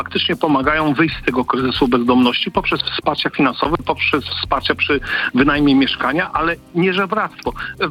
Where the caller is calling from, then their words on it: Denmark; Ja mieszkam w Danii.